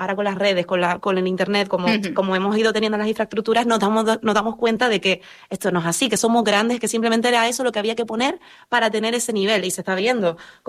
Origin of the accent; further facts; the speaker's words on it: Canary Islands, Spain; soy de aquí de Gran Canaria